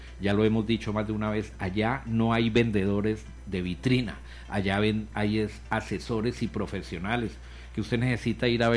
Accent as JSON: {"language": "Spanish", "region": "Llanos", "country": "Colombia", "said": "Eso me gusta del perfil de la gente de mi tierra llanera, de ese araucano"}